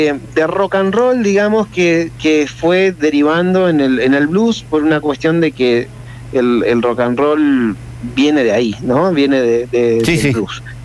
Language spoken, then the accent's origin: Spanish; Esquel, Chubut, Argentina; also born or lived in Córdoba; now in Neuquén, Argentina; Yo soy nacido y criado en Esquel. Uh-huh. Después me fui a Córdoba, estuve muchos años en Córdoba.